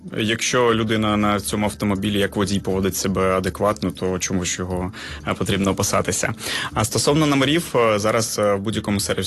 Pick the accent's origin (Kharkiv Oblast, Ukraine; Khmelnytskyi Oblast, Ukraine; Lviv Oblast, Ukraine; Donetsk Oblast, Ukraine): Donetsk Oblast, Ukraine; now in Kyiv, Ukraine; Я сам з Донецької області, і коли я приїхав до Києва, я їздив на номерах АН доволі довго.